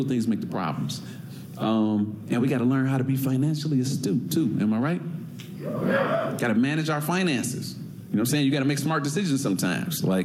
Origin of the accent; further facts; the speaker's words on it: Detroit, Michigan, United States; I'm from Michigan, Detroit.